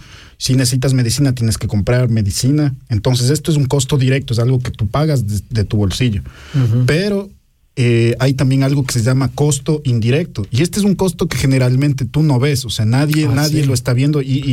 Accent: Ecuador; moved away as an adult; en el Ecuador, de donde yo vengo

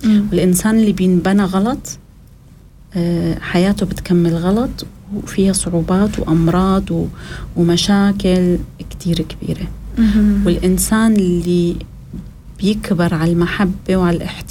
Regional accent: Syria; عندنا بالشام أو بسوريا

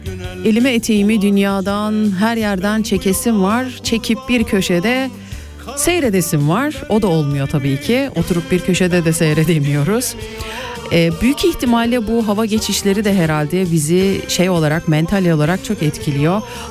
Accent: Kayseri, Turkey; Ben Kayseri'de doğdum, büyüdüm.

